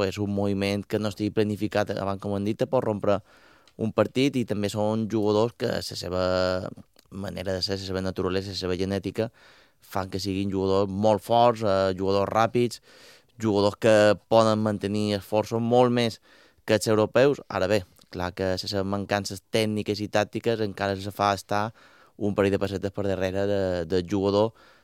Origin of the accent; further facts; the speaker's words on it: Balearic Islands, Spain; moved away as an adult; now in Pasto, Colombia; perquè som mallorquins